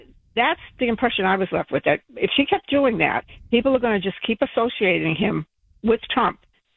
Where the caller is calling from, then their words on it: Cambridge, Massachusetts, United States; I'm an independent, even though I'm from Cambridge.